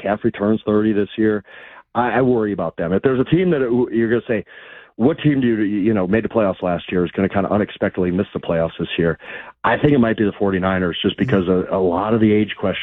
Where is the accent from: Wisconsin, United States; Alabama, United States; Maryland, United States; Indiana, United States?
Wisconsin, United States; Milwaukee; I'm from Milwaukee originally. I'm a Brewers fan.